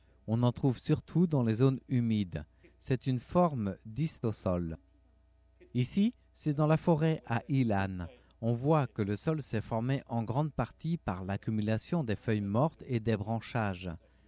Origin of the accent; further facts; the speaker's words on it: Zhuqi, Chiayi County, Taiwan; Là, c'est d'où je viens, le comté de Chiayi à Zhuqi, où passe le petit train d'Alishan.